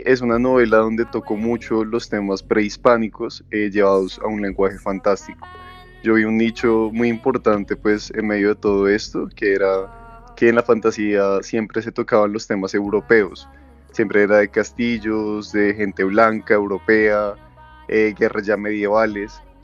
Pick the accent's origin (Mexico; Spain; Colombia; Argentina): Colombia